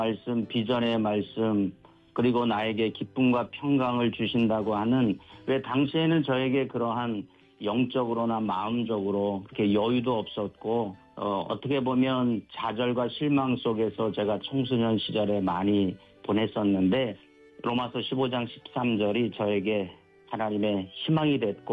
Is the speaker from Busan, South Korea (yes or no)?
no; Chungju, North Chungcheong, South Korea; now in Bucheon, South Korea; 고향이 충북 충주입니다. 저희 고향은 아섭산이라고 하는 해발 710m 정도 되는 상촌에서 살았습니다.